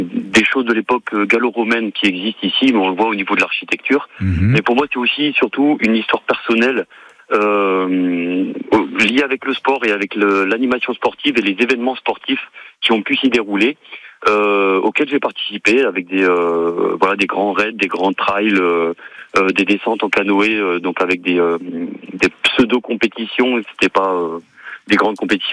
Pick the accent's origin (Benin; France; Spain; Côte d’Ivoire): France; Hauts-de-France; now in Lozère, France; Moi, je suis originaire du Nord, mais vraiment du Nord, hein … Et je suis arrivé en Lozère il y a plus d'une trentaine d'années.